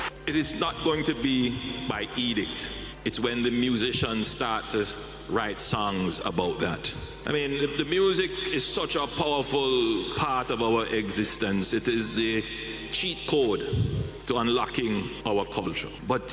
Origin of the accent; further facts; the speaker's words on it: Jamaica; Maybe it is just the exceptional ambition being a Jamaican, but I truly believe we have all the characteristics and assets to achieve that ambition.